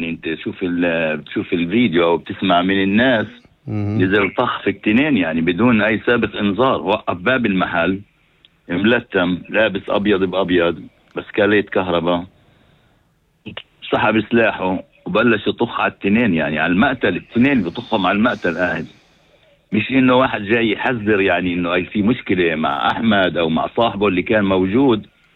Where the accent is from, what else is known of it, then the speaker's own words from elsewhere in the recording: Jerusalem, Palestine; now in Jaffa, Israel; أنا من القدس الأصل، بس في تعرف أنا سكان يافا، إلي 40 سنة هون، متجوز من يافا ومخلف من يافا